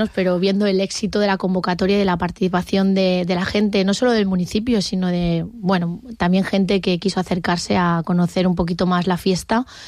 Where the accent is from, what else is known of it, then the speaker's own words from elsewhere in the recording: Chirivella, Valencian Community, Spain; creo que como chiribellera no puedo dejar de poner en valor esto